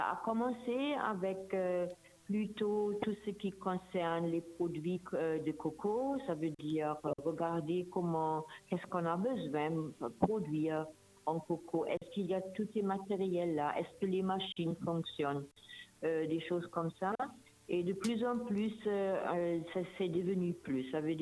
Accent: Germany; moved away as an adult; now in Rodrigues, Mauritius; Je suis déjà depuis 29 ans à Rodrigue et je viens de l'Allemagne.

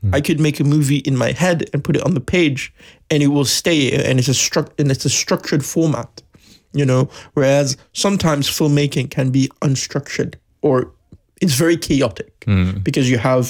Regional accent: Mauritius; also born or lived in Madagascar; So obviously I was born in Mauritius in the month of June, the 1st of June to be precise. And I had grown up here. My mother is South African, my dad's Mauritian.

